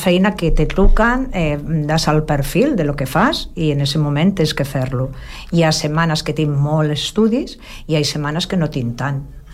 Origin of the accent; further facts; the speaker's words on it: Catalonia, Spain; born there; first language Spanish; Catalan is a second language; sempre m'ha agradat parlar el català. És que, a veure, jo no he nascut a Barcelona, però m'estimo Barcelona. Jo considero que sóc catalana. Hi ha gent amb 40 o 30 anys que no porten tota la vida com jo a Catalunya.